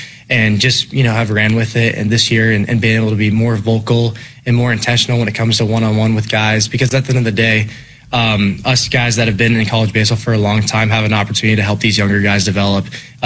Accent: Colorado, United States; So I'm still from Colorado, but they're like, ah, you're from Arizona now. I'm like, no, I'm not.

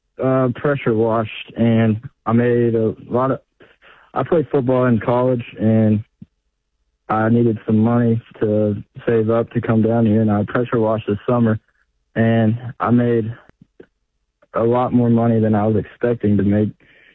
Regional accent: Arkansas, United States; I'm actually from Arkansas, but Dallas is the closest major city.

